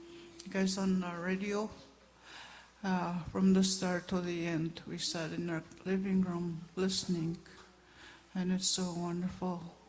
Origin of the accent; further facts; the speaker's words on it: Garden Hill, Manitoba, Canada; We're from Garden Hill. There's six of us that came.